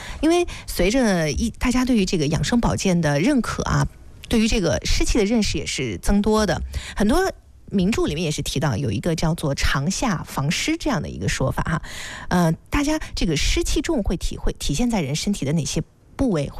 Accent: Wuhan, Hubei, China; 咱们武汉人

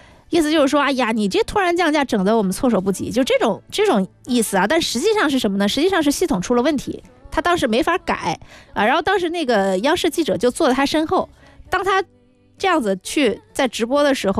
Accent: Guangdong, China; 其实是我们广东人啊，潮汕人啊，揭阳的小姑娘。

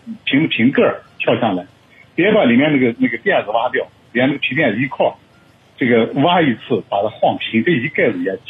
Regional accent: Xinjiang, China

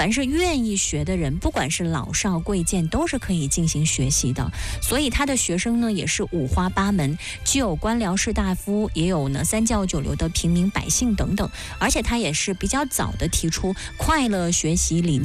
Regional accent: Jiangsu, China; 我们江苏人

